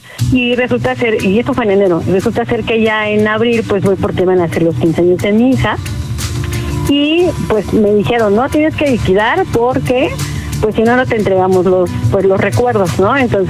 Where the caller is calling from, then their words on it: Mexico City, Mexico; De la Ciudad de México.